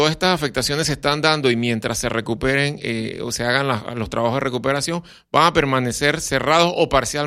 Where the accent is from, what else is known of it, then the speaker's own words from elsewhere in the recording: Panama; nuestra identidad como panameños.